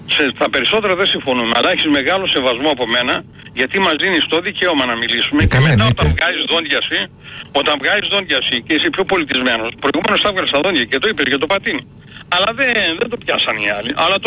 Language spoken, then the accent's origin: Greek; Greece; moved away; Εγώ είμαι 40 χρόνια φευγάζω έξω και έχω δικαίωμα να το μιλήσω. Αλλά είμαι Έλληνας, right?